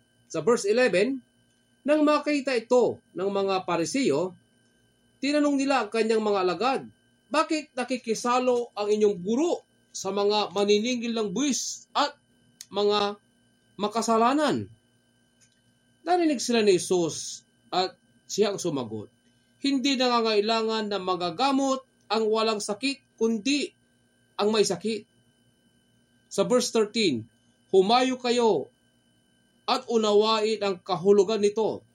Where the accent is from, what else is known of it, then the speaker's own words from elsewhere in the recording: Dagupan, Ilocos Region, Philippines; Ako po ay taga Dagupan City, Pangasinan.